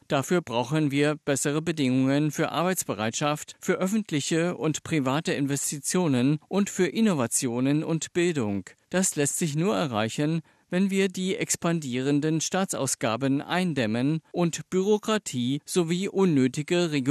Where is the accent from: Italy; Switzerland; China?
China; also born or lived in Moscow, Russia; Ich bin in China aufgewachsen, aber ein sehr wichtiger Teil meines Lebens spielte sich in Russland ab. Man kann sagen, dass Moskau mein zweites Zuhause ist.